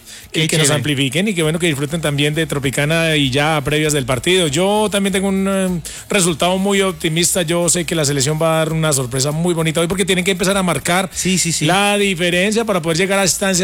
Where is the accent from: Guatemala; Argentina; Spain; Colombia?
Colombia; para todos los hinchas que somos todos los colombianos, a esa gran selección que es la selección Colombia.